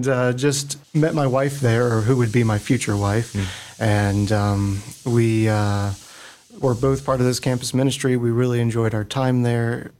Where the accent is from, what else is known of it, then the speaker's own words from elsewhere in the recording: North Carolina, United States; If you look at where I'm from, it'll show South Carolina, but I'm actually from North Carolina.